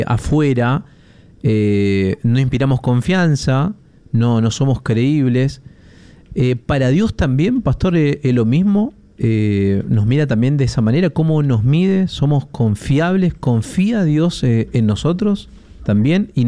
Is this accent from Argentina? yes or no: yes; Argentina